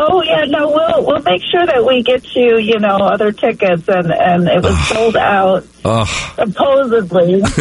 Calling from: Oswego, Illinois, United States; Oswego, Illinois.

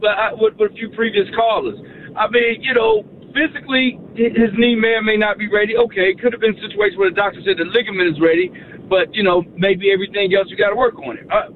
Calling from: Dallas, Texas, United States; from Dallas

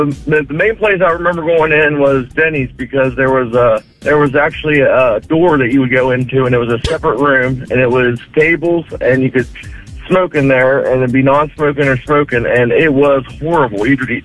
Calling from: Fairmont, West Virginia, United States; I'm calling from Fairmont.

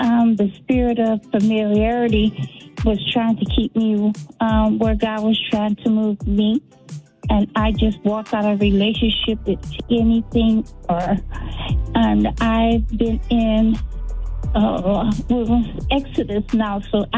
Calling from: Detroit, Michigan, United States; I'm calling from Detroit.

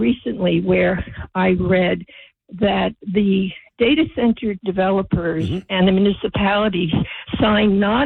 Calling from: Princeton, New Jersey, United States

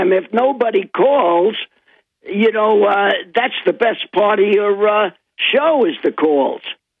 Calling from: Susquehanna, Pennsylvania, United States; from Susquehanna.

